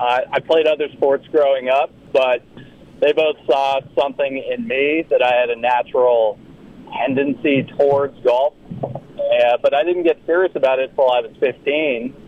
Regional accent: California, United States; now in Sioux Falls, United States; Southern California, like Disneyland area.

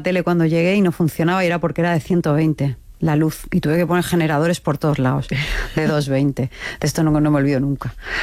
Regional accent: Balearic Islands, Spain; soy de Mallorca

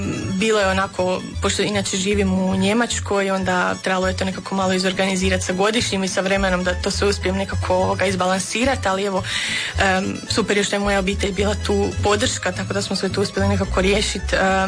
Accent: Daruvar, Bjelovar-Bilogora County, Croatia; now in Osijek, Croatia

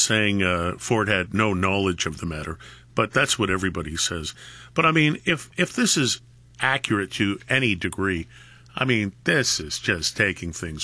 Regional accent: Toronto, Ontario, Canada; Man, I grew up in Toronto. I don't even recognize that city anymore.

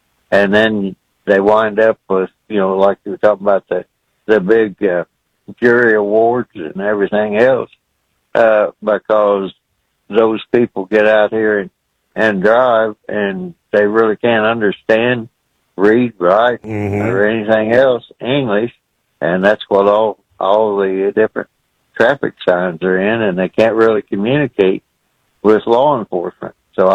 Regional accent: Midwest, United States; We grew up in the Midwest

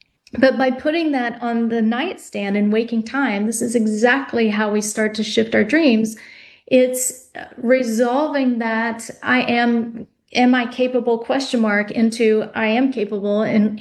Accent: Texas, United States; I grew up in Texas and found it.

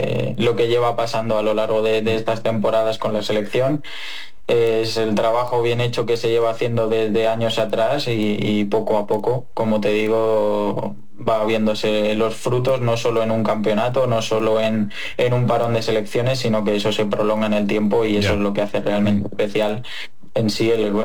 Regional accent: Spain

